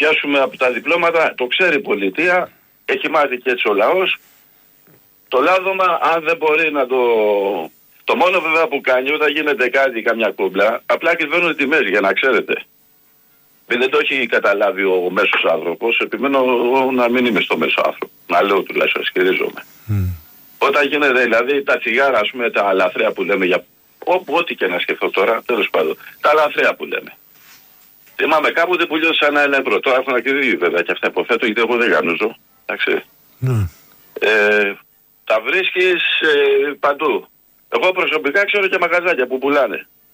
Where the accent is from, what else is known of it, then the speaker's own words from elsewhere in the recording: Greece; born there; Εγώ είμαι Έλληνας, έχω γεννηθεί εδώ